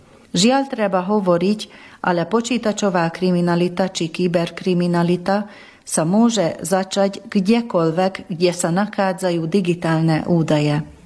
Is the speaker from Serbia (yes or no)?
no; Lucina, Nógrád, Hungary; also born or lived in Budapest; now in Salgótarján, Hungary; Moja rodná dedina je Lucina, slovenská národnostná dedina tu na Maďarsku. A moja celá rodina rozumie, hovorí po slovensky.